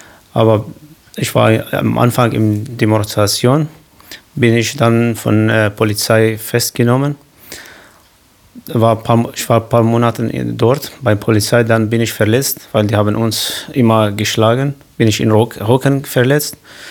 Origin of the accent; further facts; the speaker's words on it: Qamishli, Al-Hasakah Governorate, Syria; German is a second language; moved away as an adult; now in Ludwigsfelde, Germany; ich komme aus Syrien, aus Nordsyrien. Eine Stadt heißt Ramschlo. Ist ganz nahe in der Grenze Türkei. Und ja, kann man sagen, ist eine schöne Stadt. Ist nicht modern wie in Deutschland, die Städte in Deutschland, aber kann man richtig dort leben